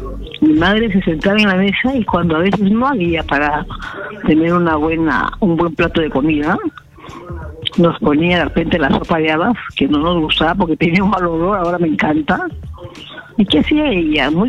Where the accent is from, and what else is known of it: Lima, Peru; born there; now in Lambayeque, Peru